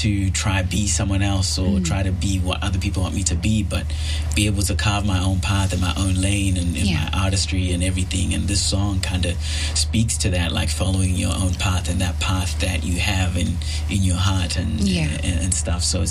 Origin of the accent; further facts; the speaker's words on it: New Zealand; also born or lived in Zimbabwe / Canada; I was born in Zimbabwe, and I've grown up in between New Zealand and Canada for a bit of time.